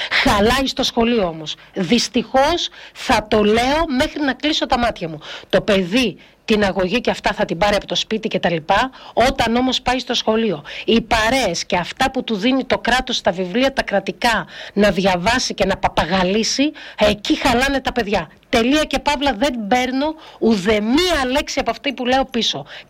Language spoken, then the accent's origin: Greek; Greece; Εδώ είμαστε Έλληνες, είμαστε Ελλάδα και πρέπει να σέβονται οι άνθρωποι που έρχονται το δικό μας θρήσκευμα